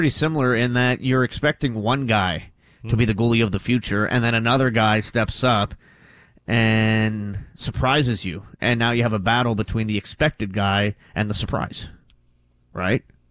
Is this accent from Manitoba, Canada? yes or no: no; Ottawa, Ontario, Canada; I grew up in Orleans and went to elementary school and then high school with Cody Ceci.